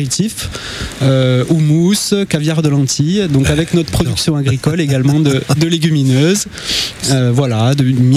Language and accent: French; Lectoure, Occitanie, France; Je viens de Lectoure, à côté.